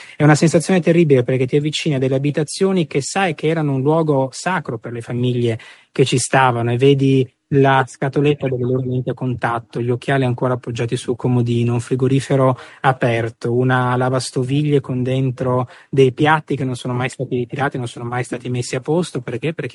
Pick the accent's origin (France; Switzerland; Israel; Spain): Israel; Nir Oz, Southern District